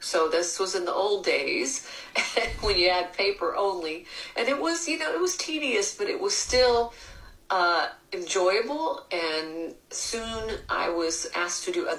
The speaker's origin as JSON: {"language": "English", "town": "El Paso", "region": "Texas", "country": "United States", "tie": "born or raised there", "also_born_or_lived": "Lubbock, Texas", "said": "I grew up in Lubbock, Texas, and then moved to El Paso, Texas at around 7, and then spent my time here all the way until now."}